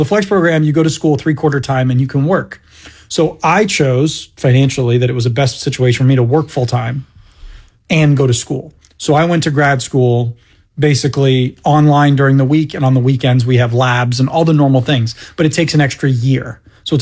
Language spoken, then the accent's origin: English; Maine, United States; So... I grew up in Maine, and that was small town. Most people that are born and raised there don't ever leave, which is not dissimilar to other places in the world.